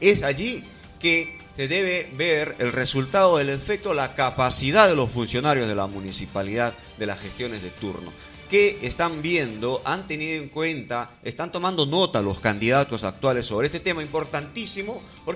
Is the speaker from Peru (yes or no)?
yes; Peru; Ese tema, el tema judicial, como peruanos, en realidad, todos tenemos un cierto temor meternos o llegar a un problema, estar en una situación legal